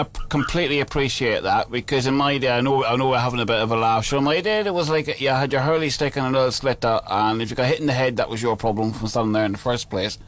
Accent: Ireland; now in Luton, United Kingdom; I'm Irish, and 100% Irish.

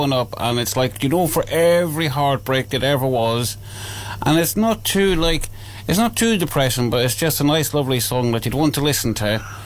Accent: Ireland; moved away; I'm not from these parts originally. I grew up over somewhere in Ireland where we used to love the old rain, and I grew up in the 70s, and I was born in the 70s, grew up in the 80s, and then knocked about in the 90s

